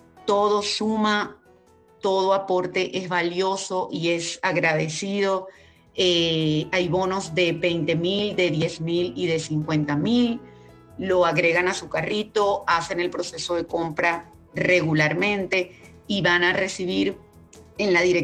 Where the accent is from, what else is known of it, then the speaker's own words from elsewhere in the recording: Venezuela; moved away as an adult; now in Colombia; como venezolana que vive en Colombia desde hace 12 años